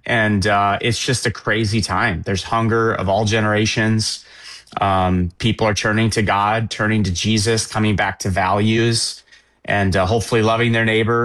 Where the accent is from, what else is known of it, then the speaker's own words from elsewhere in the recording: North Dakota, United States; I'm from North Dakota. I think when I grew up, man, we always used to say there was 500, maybe 600,000 people in the state.